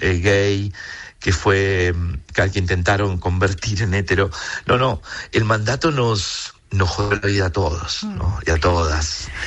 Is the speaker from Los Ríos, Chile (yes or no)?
yes; La Unión, Los Ríos, Chile; born there; en Valdivia, que es a 80 kilómetros de donde yo nací, en La Unión